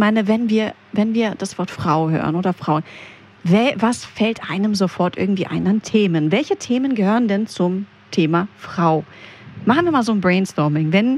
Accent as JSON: {"language": "German", "country": "Greece", "moved": "yes", "said": "ich komme aus Griechenland"}